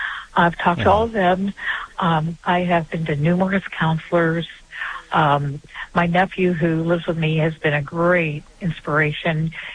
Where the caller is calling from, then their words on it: Columbus, Ohio, United States; Hi, I'm calling from the Columbus, Ohio area.